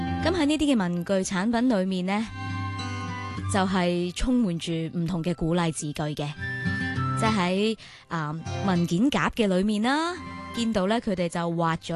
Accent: Hong Kong; 我哋香港人

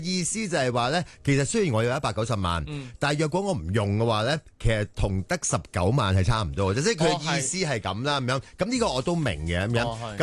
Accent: Hong Kong; 我哋香港人

